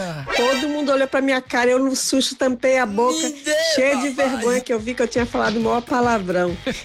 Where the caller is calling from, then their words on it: Rio de Janeiro, Brazil; sou de Costa Barro.